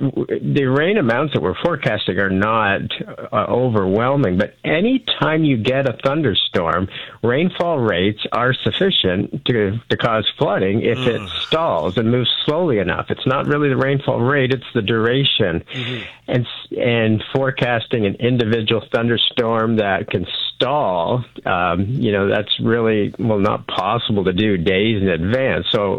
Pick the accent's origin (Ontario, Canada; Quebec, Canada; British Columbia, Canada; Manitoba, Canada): Ontario, Canada; Vineland; I grew up in Vineland, and, you know, my family's lived there for many years